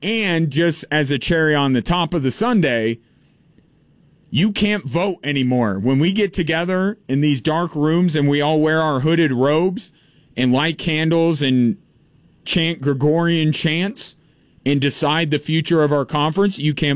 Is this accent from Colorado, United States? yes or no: yes; Colorado, United States; born and raised in Colorado